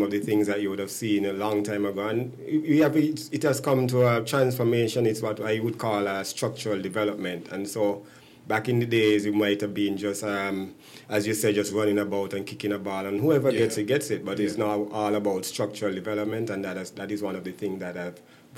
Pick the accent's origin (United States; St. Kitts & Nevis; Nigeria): St. Kitts & Nevis; Basseterre; born there; now in Old Road, Saint Kitts and Nevis; I'm not really from the area. I'm living there. I'm really from Bastia, so village area, Market Street, born in Market Street.